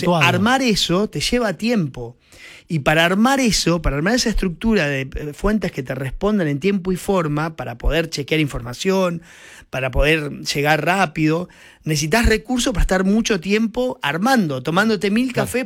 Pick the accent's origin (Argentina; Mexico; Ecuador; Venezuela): Argentina; La Pampa; yo soy de La Pampa, de una familia de clase media y demás, y como que siempre crecí pensando en que iba a ser periodista